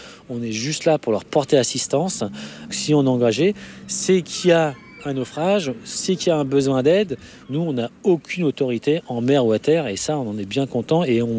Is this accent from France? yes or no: yes; France; on est français